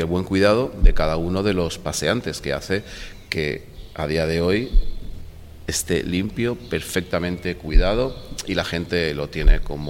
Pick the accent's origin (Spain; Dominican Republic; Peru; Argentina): Spain; Benidorm, Valencian Community; Mira, yo vengo, soy nacido en Benidorm y me he criado en la playa de Benidorm y su arena.